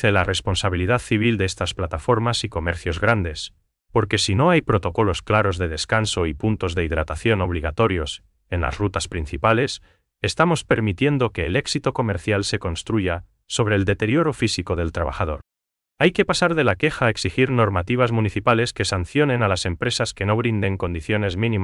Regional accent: Paraguay; esa empatía que nos une como paraguayos

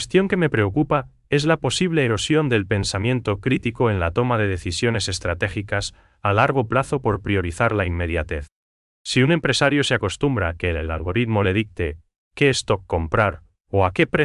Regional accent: Paraguay; esa calidez que nos caracteriza como paraguayos

